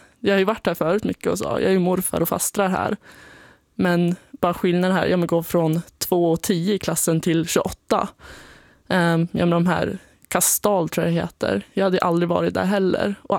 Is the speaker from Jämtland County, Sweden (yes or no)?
yes; Jormvattnet, Jämtland County, Sweden; det har varit väldigt fint att växa upp där.